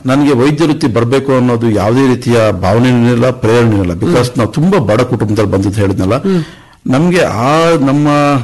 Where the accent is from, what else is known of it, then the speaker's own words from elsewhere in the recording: Mamballi, Karnataka, India; born there; now in Mysuru, India; ಮೂಲತಃ ನಾನು ಹುಟ್ಟಿದ್ದು ಒಂದು ಸಣ್ಣ ಹಳ್ಳಿಯಲ್ಲಿ. ನಾನು ಹುಟ್ಟಿದ್ದು ಮಾಂಬಳ್ಳಿ ಅಂತ ಒಂದು ಸಣ್ಣ ಗ್ರಾಮ, ಯಳಂದೂರು ತಾಲೂಕು, ಚಾಮರಾಜನಗರ ಜಿಲ್ಲೆ.